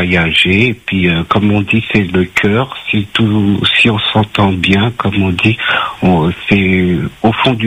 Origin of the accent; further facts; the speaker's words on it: France; also born or lived in Guadeloupe; now in Paris, France; J'ai grandi, je suis né à la Guadeloupe, mais j'ai grandi, on peut dire, en métropole.